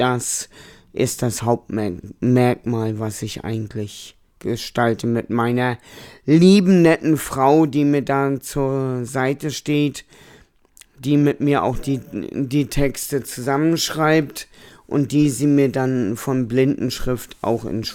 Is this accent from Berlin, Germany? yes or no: no; Rostock, Mecklenburg-Vorpommern, Germany; Ich komme aus Rostock.